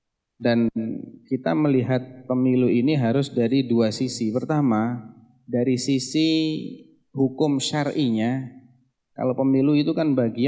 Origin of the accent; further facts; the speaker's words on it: Ambon, Maluku, Indonesia; Saya berasal dari Ambon, dan di Ambon pasca atau setelah kerusuhan agama tahun 99 memiliki aturan wajib bahwa untuk calon gubernur, wali kota maupun wakilnya harus dari kedua agama, yaitu Islam dan Nasrani.